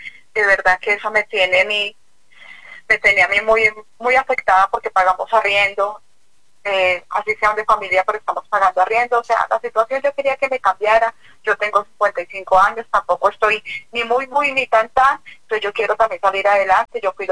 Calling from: Bogotá, Colombia; De Bosa, Brasil.

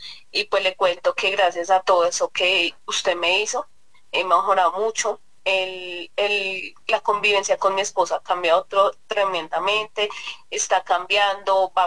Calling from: Boyacá, Colombia; Lo estoy llamando desde Carabobo, Boyacá.

